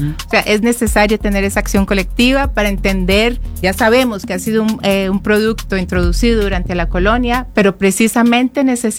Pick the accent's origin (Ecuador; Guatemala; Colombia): Colombia; como colombiana también sé